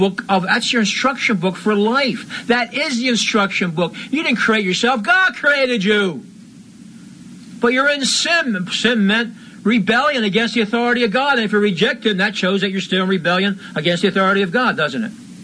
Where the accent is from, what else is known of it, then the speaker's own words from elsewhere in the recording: Bethlehem, Pennsylvania, United States; I'm from Bethlehem, Pennsylvania